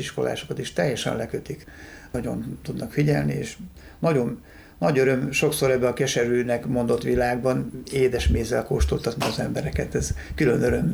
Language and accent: Hungarian; Ősagárd, Nógrád, Hungary; Ősagárdon egy kis faluban, délnográdi kis falu, szíven evangélikus faluban nőttem fel